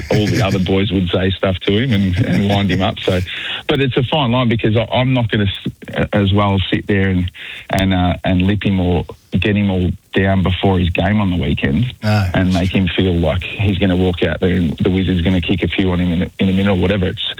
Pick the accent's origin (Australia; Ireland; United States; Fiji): Australia; Melbourne, Victoria; I grew up in Glenroy